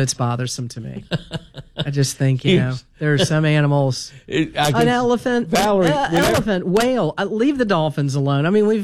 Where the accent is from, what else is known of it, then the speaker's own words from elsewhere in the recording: Miami, Florida, United States; I grew up in Miami